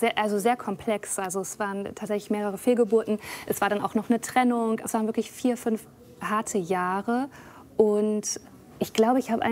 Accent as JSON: {"language": "German", "town": "Lüneburg", "region": "Lower Saxony", "country": "Germany", "tie": "born or raised there", "lives_now": "Berlin, Germany", "said": "das Erwachsene-Ich, was ich mir aufgebaut habe in Berlin, und dann mein Ich in Lüneburg, wo ich aufgewachsen bin."}